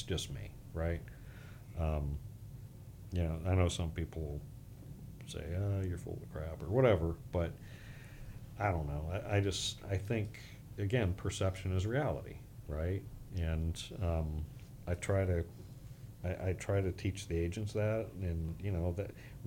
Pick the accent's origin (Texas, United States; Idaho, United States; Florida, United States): Florida, United States; Orlando; moved away as an adult; now in Gulf Harbors, Florida, United States; I was raised in the Central Florida area.